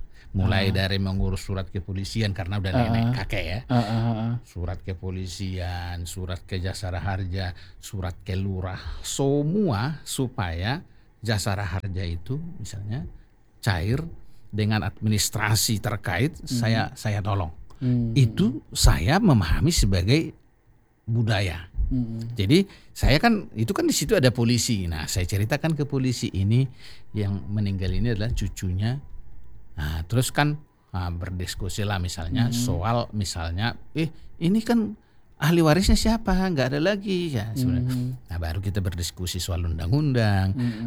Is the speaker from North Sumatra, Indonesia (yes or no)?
yes; North Sumatra, Indonesia; Makna saya memahami saya sebagai orang Batak sekaligus orang Indonesia.